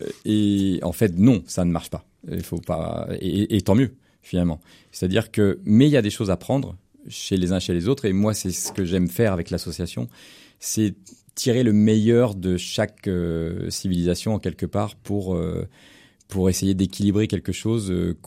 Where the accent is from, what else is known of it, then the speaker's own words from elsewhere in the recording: France; now in Angers, France; nous en tant que Français